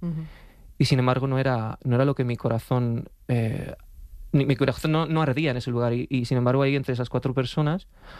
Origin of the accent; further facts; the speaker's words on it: Alcalá de Henares, Community of Madrid, Spain; also born or lived in Sevilla; Yo soy de Alcalá de Henares, nací, ¿sí?, en Alcalá de Henares, ¿no?